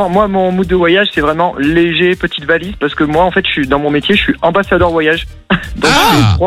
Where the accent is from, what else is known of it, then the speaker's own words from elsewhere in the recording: Auvergne-Rhône-Alpes, France; on est auvergnat.